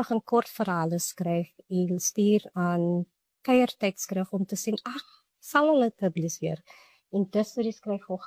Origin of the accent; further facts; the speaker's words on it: Belhar, Western Cape, South Africa; trotse meisie van die klein dorpie Bellaar. Dit is een van die lekkerste plek om in groot te word